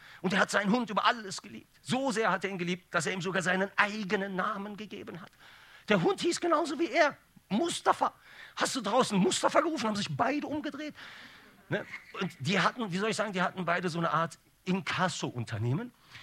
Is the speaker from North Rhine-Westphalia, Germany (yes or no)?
yes; Bonn, North Rhine-Westphalia, Germany; also born or lived in Bielefeld; ich bin in Bonn-Tannenbusch aufgewachsen.